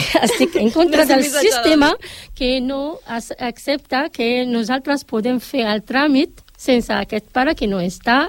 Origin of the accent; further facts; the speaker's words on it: Morocco; Catalan is a second language; moved away as an adult; now in Barcelona, Spain; soc del Marroc, una dona, una mare de tres fills adolescents, tinc 43 anys. Vaig venir aquí, porto aquí a Barcelona fa tres anys i mig.